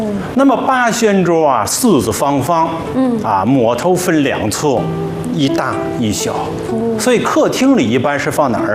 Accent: Shandong, China; 说实话我是山东人

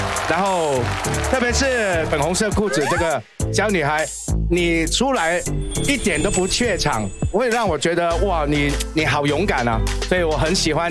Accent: Guangxi, China; 广西老表，广西表妹，你们好。我用一句家乡话跟他们讲一下

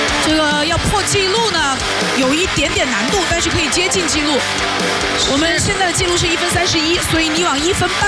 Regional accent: China; 在我们中国人的字典里

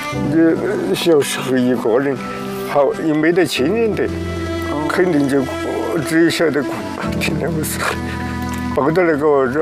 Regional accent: Neijiang, Sichuan, China; born there; 我从小的时候就在这个天津街坐噻

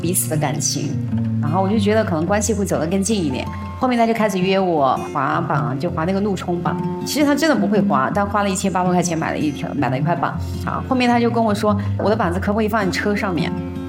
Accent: Hunan, China; 我出生在湖南一个非常偏僻的农村里面，我记得我小时候能听到外面的汽笛声，但我从来没有见过车长什么样子。

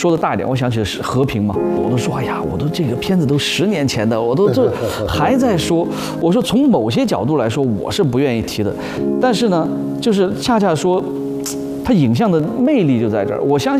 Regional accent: Sichuan, China

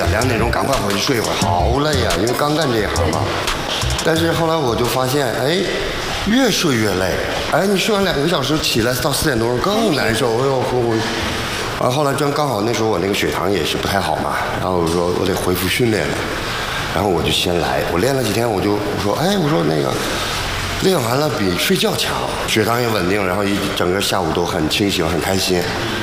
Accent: China; moved away; 我们中国人

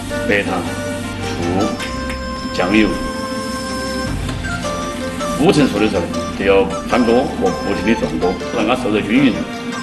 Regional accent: Laifeng, Chongqing, China; 我呢是一个土生土长的来凤人， … 今年呢已经49岁了，我在这个住了30多年了，从86年开始

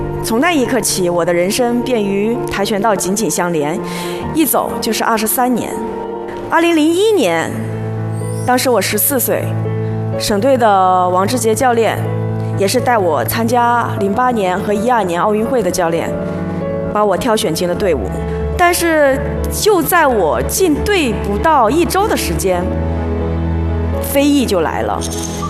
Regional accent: Jingdezhen, Jiangxi, China; born there; 我出生在江西景德镇市昌江区的一个小村庄里，那是典型的赣东北农村。我的家庭非常的普通，房屋特别的简陋，生活其实挺艰苦的

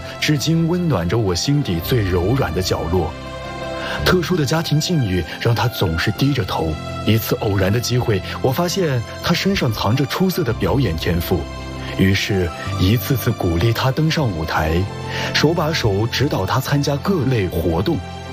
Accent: Gansu, China; 我本身就是在天柱农村长大的

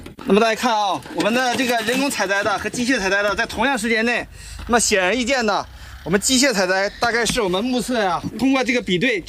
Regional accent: Northeast China, China; accent: Northeastern Mandarin; 我们东北话就二次一个捡漏

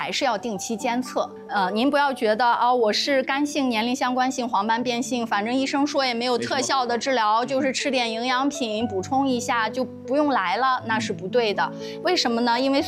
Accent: China

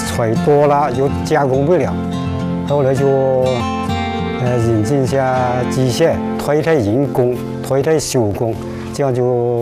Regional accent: Guilin Village, China; 土生土长在桂林村的。我们这个村的是整个岭南地区茶鼻祖，也就是发源地。

